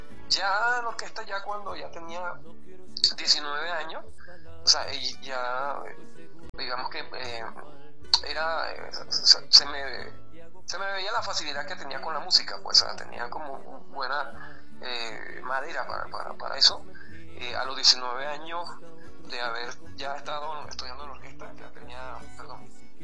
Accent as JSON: {"language": "Spanish", "town": "Cumanacoa", "region": "Sucre", "country": "Venezuela", "tie": "born or raised there", "said": "Ya a la edad de los 17 años, en mi pueblo, como Aracoa"}